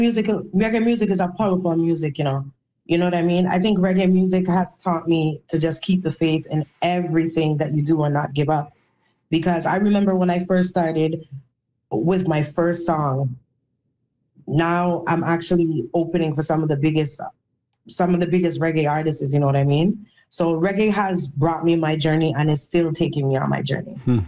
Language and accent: English; Canada; we as Canadian artists, we have to take the music just as serious as people in the States and in Jamaica and all over the world. Because if we don't do that, it's like we're not showing what Canada has to offer.